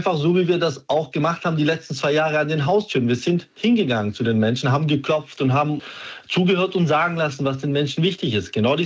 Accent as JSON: {"language": "German", "town": "Waiblingen", "region": "Baden-Württemberg", "country": "Germany", "tie": "born or raised there", "said": "oder in meiner Heimatstadt Waiblingen, wo Bosch Beschäftigte ebenfalls das Werk geschlossen wird"}